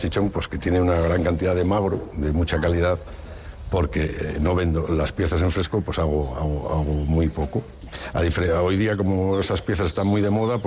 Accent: Guijuelo, Castile and León, Spain; now in Boecillo, Spain; Yo soy de Guijuelo, pero me casé aquí en Buecillo, con una de Buecillo

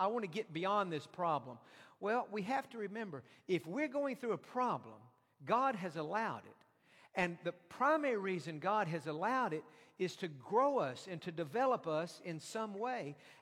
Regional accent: Texas, United States; I guess it's because I grew up in East Texas

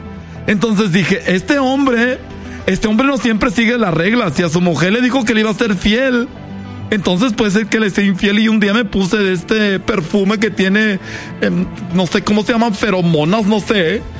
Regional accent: Mexico; born there; Ay, yo nací en México también.

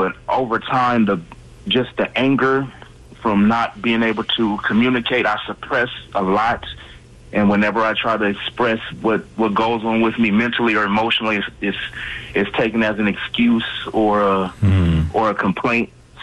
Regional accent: California, United States; I'm from California. I was diagnosed a few years ago back in California.

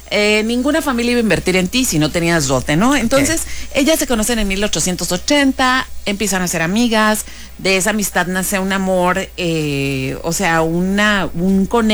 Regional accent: northern Mexico, Mexico; soy una mexicana del norte

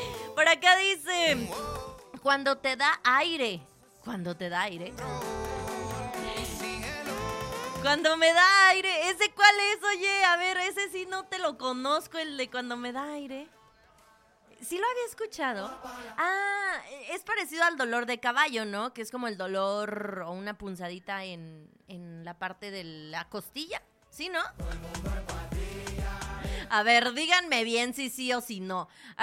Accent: Mexico; Soy, pues, como una mexicana. Hermosa, preciosa, divina.

